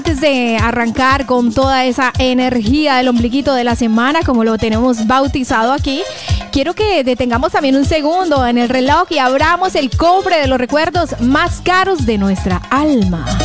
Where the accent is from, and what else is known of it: Colombia